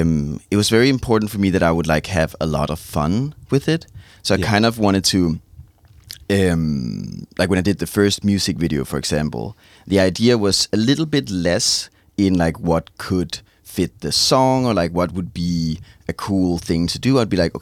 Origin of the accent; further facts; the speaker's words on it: Denmark; I used to do music in Danish before. So I had like just like my Danish name because I'm from Denmark.